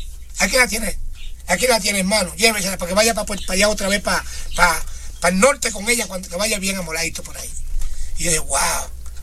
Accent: Puerto Rico; moved away; Yo no tenía seguro aquí, yo soy de Puerto Rico, vivía allá.

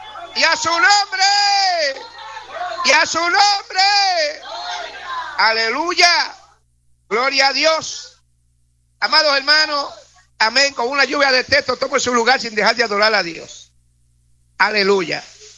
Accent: Puerto Rico; moved away; a mí me enseñaron en mi país, en Puerto Rico

